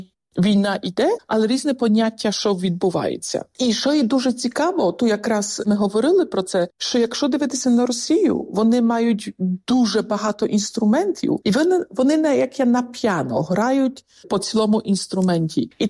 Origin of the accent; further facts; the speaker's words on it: England, United Kingdom; Я з Англії, але дивлюся також за всіми членами країни ЄС